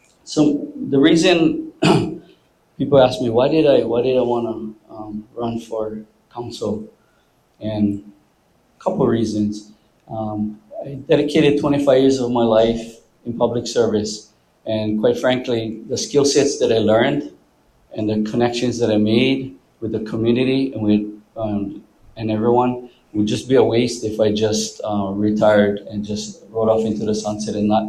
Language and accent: English; Hilo, Hawaii, United States; moved away as an adult; now in Kauai, United States; I tell you a little bit about myself. I'm born and raised in Hilo. I came here in the late, 1998.